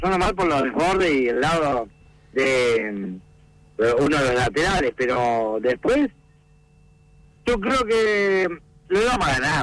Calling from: Comodoro Rivadavia, Chubut, Argentina

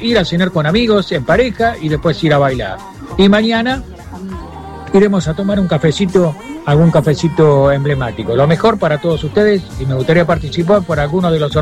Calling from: Buenos Aires, Argentina; vivo en el querido barrio de Villa Urquiza, en la ciudad autónoma de Buenos Aires.

